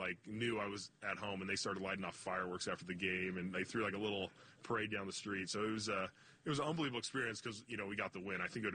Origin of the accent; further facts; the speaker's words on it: California, United States; Yeah, I am from Southern California, but I think if you look at my background and family, like, it's based off of, like, blue-collar hard work.